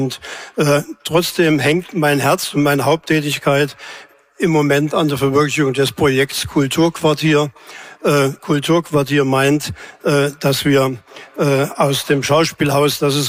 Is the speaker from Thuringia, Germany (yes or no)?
yes; Erfurt, Thuringia, Germany; ich komme aus Erfurt, habe lange in Weimar gearbeitet